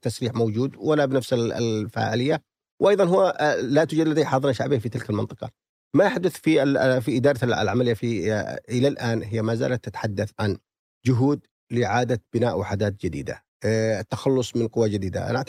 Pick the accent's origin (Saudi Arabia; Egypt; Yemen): Yemen